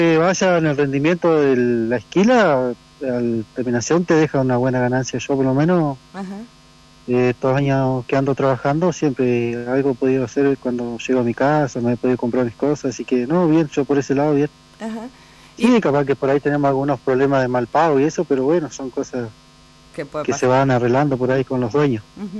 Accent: Ingeniero Jacobacci, Río Negro, Argentina; soy oriundo de Jacobacci.

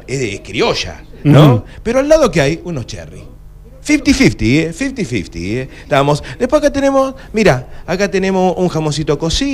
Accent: Argentina

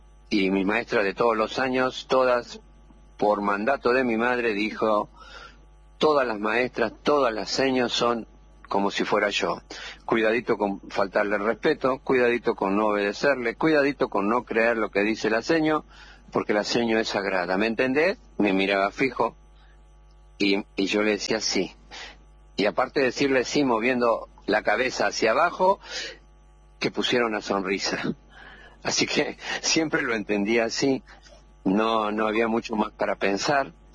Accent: Tucumán, Argentina; born there; Soy tucumano de nacimiento, nací de Berta y Rubén

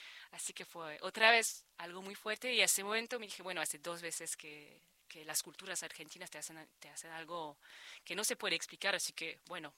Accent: France; Spanish is a second language; yo crecí con caballos en los Alpes franceses.

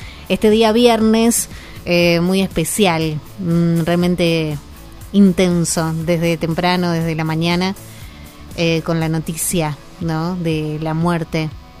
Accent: Ramos Mejía, Buenos Aires Province, Argentina; yo nací, ustedes saben, en Buenos Aires, en Ramos Mejía, nací en La Matanza.

